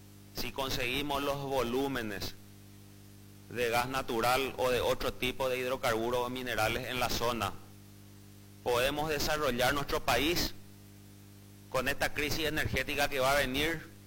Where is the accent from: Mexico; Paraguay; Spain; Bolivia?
Paraguay; Asunción; Yo soy de Capital